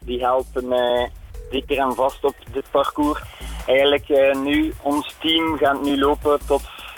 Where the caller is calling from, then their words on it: Belgium; accent: Belgian; Wij zijn van België.